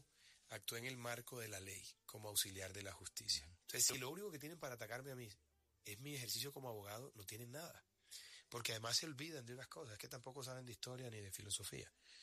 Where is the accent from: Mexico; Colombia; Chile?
Colombia; Bogotá; born there; Yo nací en Bogotá porque en esa época se usaba eso. Sí. Exacto. Yo nací en la clínica del Conche.